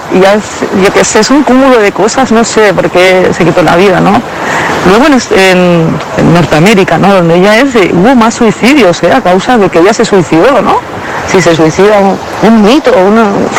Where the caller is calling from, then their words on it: Sitges, Catalonia, Spain; Hola, buenas noches, fareros, fareras. … de Sitges.